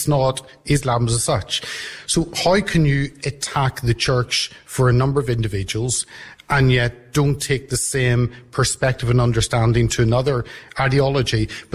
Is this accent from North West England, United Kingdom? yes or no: no; Northern Ireland, United Kingdom; also born or lived in Dublin, Ireland / Limerick, Ireland; now in London, United Kingdom; I grew up in Northern Ireland, also grew up in the Republic in Dublin and Limerick.